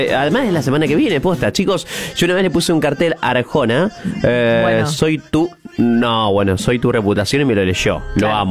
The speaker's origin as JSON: {"language": "Spanish", "country": "Argentina", "said": "soy la típica argentina que le ponga."}